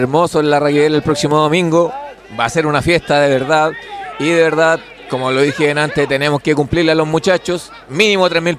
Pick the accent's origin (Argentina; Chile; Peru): Chile; Angol, Araucanía; moved away as an adult; now in Santiago, Chile; espero en un mediano plazo estar ya nuevamente radicado en Angola, así que estoy esperando terminar de estudiar para volver a mi tierra. Sinceramente, ya creo que mi tiempo en Santiago se está haciendo cada vez menos.